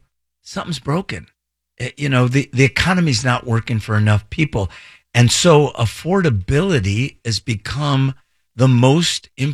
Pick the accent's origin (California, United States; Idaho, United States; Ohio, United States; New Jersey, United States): California, United States; Los Angeles; I grew up in Boyle Heights and City Terrace, so okay. The East Side.